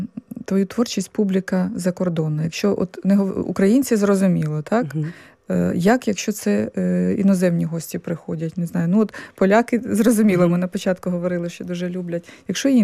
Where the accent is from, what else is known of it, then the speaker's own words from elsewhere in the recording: Kyiv, Ukraine; я з Києва